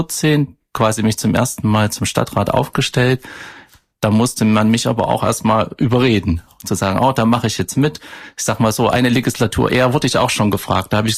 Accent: Bad Berka, Thuringia, Germany; denn ich hatte eine schöne Kindheit in Bad Berka und in der Umgebung und ich möchte meiner Heimat wieder was zurückgeben in dem Moment.

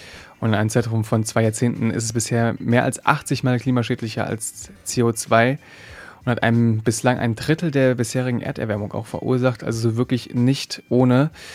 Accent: Berlin, Germany; Ich komme aus Berlin

